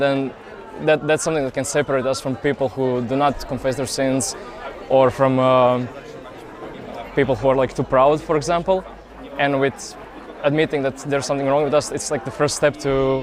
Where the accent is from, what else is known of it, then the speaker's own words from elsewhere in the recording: Pula, Istria County, Croatia; now in Denmark; I'm originally from Croatia, from Pula, but I've been studying in Denmark for the last couple of years, so this is my little holiday, actually.